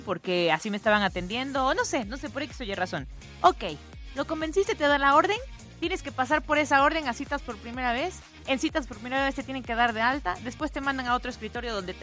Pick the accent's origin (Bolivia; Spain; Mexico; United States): Mexico; como mexicanos nos hemos acostumbrado a que pasen ese tipo de cosas